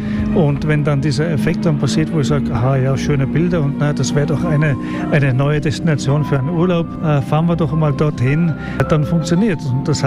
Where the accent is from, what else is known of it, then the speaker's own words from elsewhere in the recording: Bedford, East of England, United Kingdom; German is a second language; now in Austria; Aus Bedford, das liegt so 50 Kilometer nördlich von London.